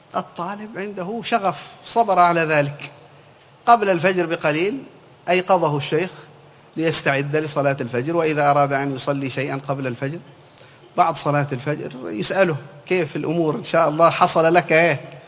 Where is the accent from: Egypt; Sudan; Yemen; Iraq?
Yemen; Hadhramaut; هنا عندنا في حضرموت يسموه اللخم.